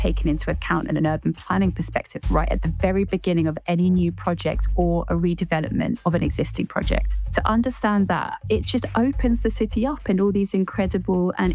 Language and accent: English; Glenrothes, Scotland, United Kingdom; that felt very clearly like it had to be Glenrothes, my hometown, where this all began.